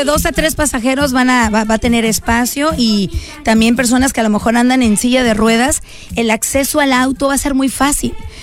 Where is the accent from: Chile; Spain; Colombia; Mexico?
Mexico; now in United States; siendo mexicana